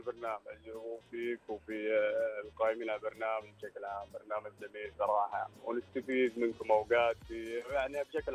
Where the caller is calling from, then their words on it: Medina, Medina Province, Saudi Arabia; من المدينة.